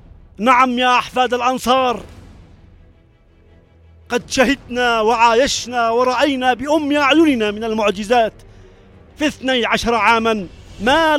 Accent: Yemen; انا كمواطن يمني

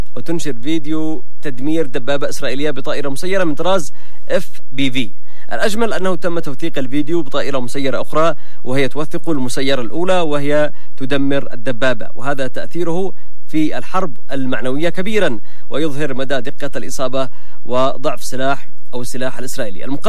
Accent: Yemen; وبالمقابل سيبقى هذا النظام عدوا لنا نحن كيمنيين ما دمنا أحياء على هذه الأرض.

